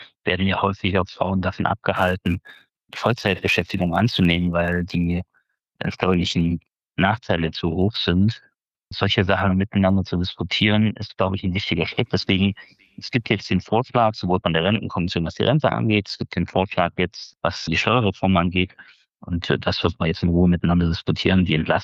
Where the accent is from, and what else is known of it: Jena, Thuringia, Germany; born or raised there